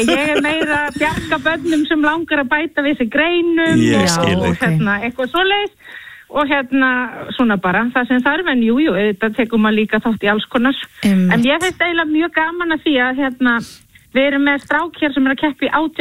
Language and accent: Icelandic; Kópavogur, Capital Region, Iceland; Ég er nú bara aln upp í íþróttarhreyfingunni í Kópavogi í fimleikahreyfingunni hjá Gesplu